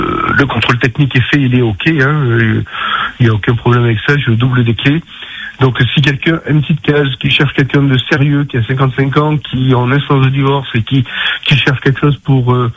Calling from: Étang-Salé, Réunion, France; Moi, je suis sur Étang-Salé-Léo pour le temps qu'il faut.

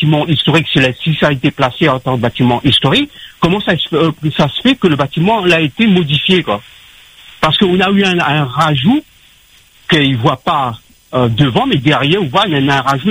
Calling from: Réunion; moi, en tant que réunionnais

